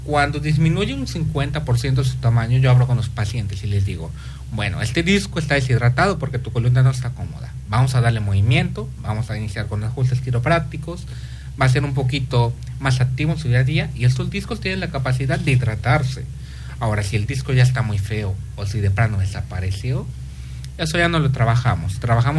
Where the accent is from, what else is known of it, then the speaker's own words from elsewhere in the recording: Mexico; moved away; Soy mexicano.